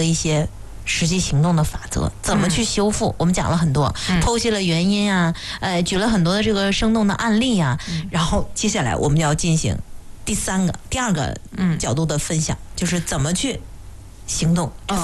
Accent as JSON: {"language": "Chinese", "country": "China", "said": "我们中国人尤其是男生哈，很多男性现在对于自己的这个爱人可能都羞于表达"}